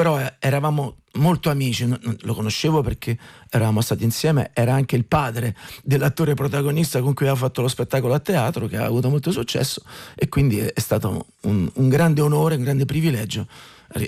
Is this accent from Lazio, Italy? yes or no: yes; Civitavecchia, Lazio, Italy; also born or lived in Rome; sono di Civitavecchia e poi ho vissuto a Roma e quindi chiaramente si sente, no, questa appartenenza in certi momenti, in certi spettacoli, quando parlo, si sente che non sono di Vicenza o siciliano.